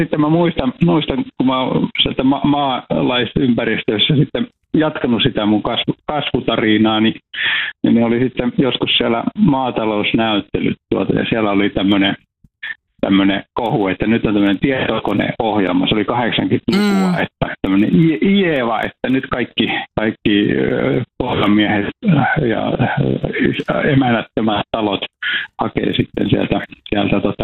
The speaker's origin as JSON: {"language": "Finnish", "town": "Iisalmi", "region": "North Savo", "country": "Finland", "tie": "born or raised there"}